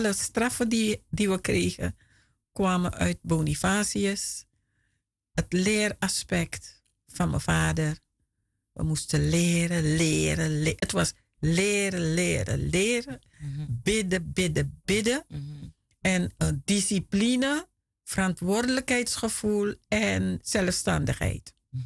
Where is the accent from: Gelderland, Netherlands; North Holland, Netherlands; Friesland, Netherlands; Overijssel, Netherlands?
Gelderland, Netherlands; Puiflijk; Ik kom ook uit Puflijk, ja.